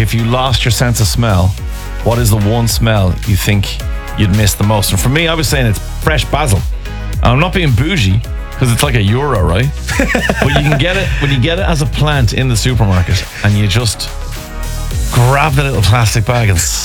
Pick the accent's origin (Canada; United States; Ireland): Ireland; Dublin, Leinster; As a Jackeen living in Dublin, yeah. I spent my summers down in Limerick, in rural Limerick.